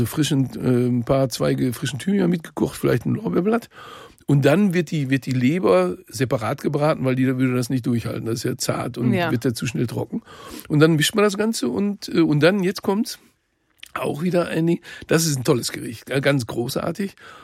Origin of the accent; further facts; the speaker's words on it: North Rhine-Westphalia, Germany; Bei uns im Ruhrgebiet, früher ist das, da kriegt er lange Zähne.